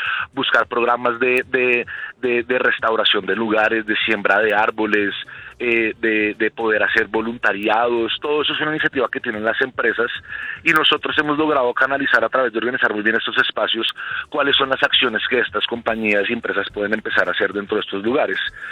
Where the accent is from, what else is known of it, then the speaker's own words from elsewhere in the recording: Bogotá, Colombia; para que en verdad podamos en verdad identificarnos como bogotanos, colombianos